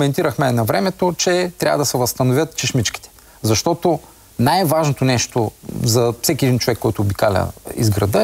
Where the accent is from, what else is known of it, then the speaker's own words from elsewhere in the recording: Yambol, Yambol Province, Bulgaria; born there; Аз съм от Ямбол. Там жегите бяха ежедневие. Те и сега са ежедневие.